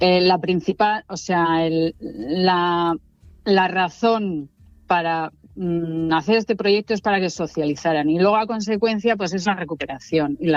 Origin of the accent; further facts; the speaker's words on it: Piloña, Asturias, Spain; yo soy de Piloña, mi familia es de Piloña, y da la casualidad que empecé a cuidar a unos vecinos de mi abuela.